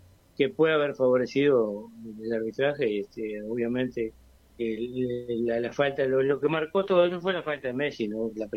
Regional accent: Treinta y Tres, Uruguay; moved away; Yo vengo de la séptima baja de 33, de las costas del río Cebollatí.

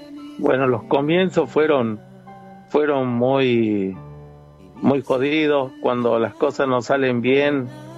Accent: Jujuy, Argentina; Encima somos de Jujuy, de allá, de la otra punta de la Argentina.

